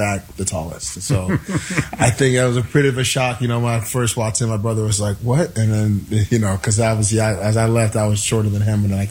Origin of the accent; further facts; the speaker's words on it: Minnesota, United States; obviously, being from Minnesota, my hometown, you know, I wanted to go back and give them a chance to see that it is possible. A kid from Minnesota made his dreams come true and made it to the NFL.